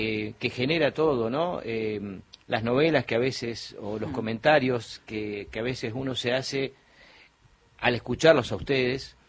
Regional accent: Comodoro Rivadavia, Chubut, Argentina; prácticamente toda mi infancia la pasé en Comodoro Rivadavia y viajando

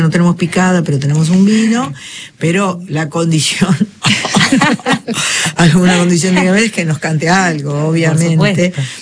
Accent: Argentina; Es que nosotros somos argentinos, pero somos latinoamericanos.

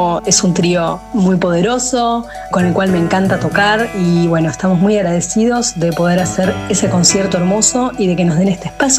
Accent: Buenos Aires, Argentina; soy pianista, compositora de Buenos Aires

